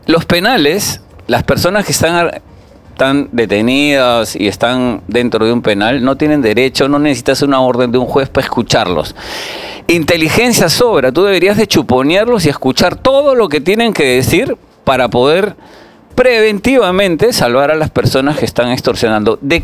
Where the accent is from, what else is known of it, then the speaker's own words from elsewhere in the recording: Tumbes, Peru; Yo vengo de Tumbes y en Tumbes hay 100% organizaciones criminales